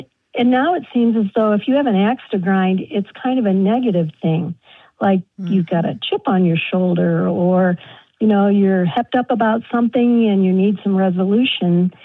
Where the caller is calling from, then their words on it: Grand Rapids, Ohio, United States; I'm calling from Grand Rapids, Ohio. It's just a small community southwest of Toledo, Ohio.